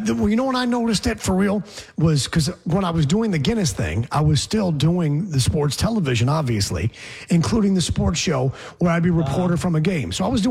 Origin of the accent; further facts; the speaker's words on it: Geneva, New York, United States; now in Philadelphia, United States; I drove from Philly back to my hometown of Geneva, New York, to go see the family for the weekend and my baby nephew